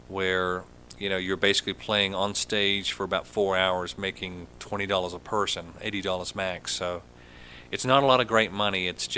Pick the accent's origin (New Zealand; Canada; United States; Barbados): New Zealand; getting back to my hometown of New Zealand. It's a beautiful resort there.